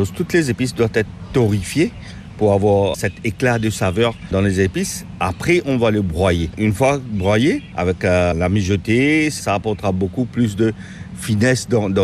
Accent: Mauritius; born there; Moi je suis né sur Lille et travaillé pendant une trentaine d'années en cuisine à Maurice.

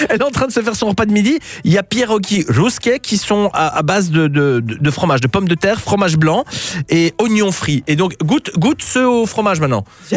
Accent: Poland; en tant que polonais

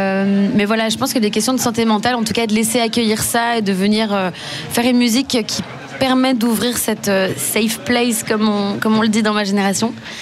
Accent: France; Je suis française de base.

